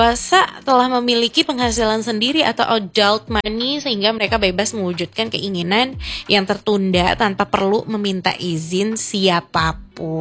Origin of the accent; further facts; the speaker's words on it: Jakarta, Indonesia; now in Manado, Indonesia; aku nih ya … karena terkenal dari Betawi gitu kan. Aku orang Jakarta yang merantau ke sini gitu kan, ke Manado, terus siaran di sini gitu